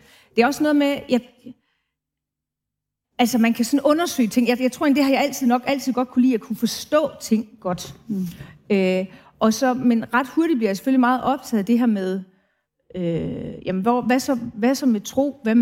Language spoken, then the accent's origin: Danish; Brønderslev, North Denmark Region, Denmark